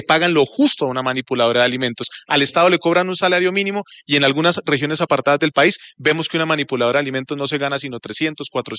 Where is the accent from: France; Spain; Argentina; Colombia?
Colombia; Hace poco pasó el Festival Folclórico de mi tierra, que se hace el 7 de agosto, que es el festival más antiguo de Colombia folclórico.